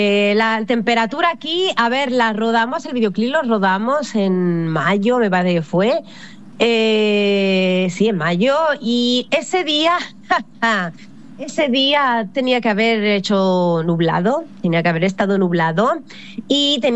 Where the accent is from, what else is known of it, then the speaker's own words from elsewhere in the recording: Catalonia, Spain; now in Italy; yo soy catalana, pero mis padres son andaluces, o sea, mi madre de Córdoba y mi padre de Granada, ¿no? Y desde pequeñita, todos los veranos, pasábamos todos los veranos en Andalucía, o sea, que es que en mi sangre, en mis venas corre sangre andaluza